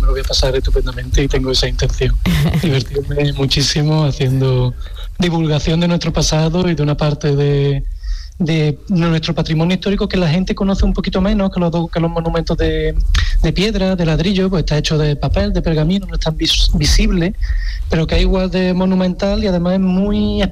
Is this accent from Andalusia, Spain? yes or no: yes; Andalusia, Spain; hacerlo en la radio pública, que es la más escuchada de Andalucía, que es mi tierra, es un verdadero privilegio.